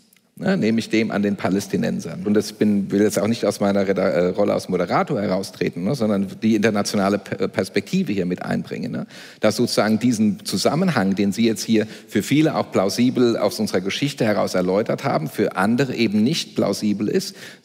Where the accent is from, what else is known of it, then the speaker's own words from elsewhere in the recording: Germany; wer sind wir Deutschen